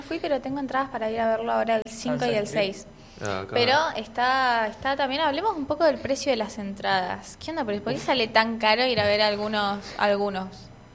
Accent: Argentina; tenemos un punto más los argentinos

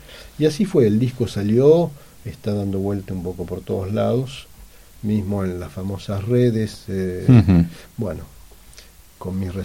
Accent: Buenos Aires, Argentina; moved away as an adult; now in France; yo crecí en una casa de discos. Mi mamá y mi tía tenían la única casa de discos de Parque Chas, era en mi casa.

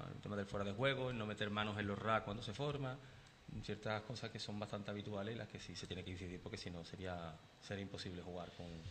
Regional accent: Cádiz, Andalusia, Spain; born there; moved away as an adult; now in Sanlúcar de Barrameda, Spain; Yo soy de Cádiz.

